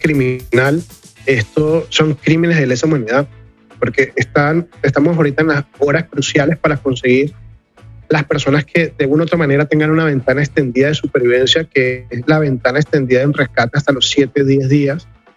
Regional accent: Venezuela; now in Colombia; a mí me llena, como venezolano, esto de mucha rabia y mucha tristeza

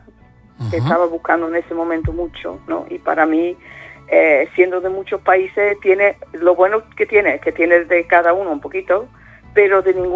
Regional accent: Netherlands; Spanish is a second language; moved away; also born or lived in Lebanon; nacida libanesa, pero me crié en Holanda, adoptada, ¿no? En Holanda, entonces, con una crianza muy holandesa

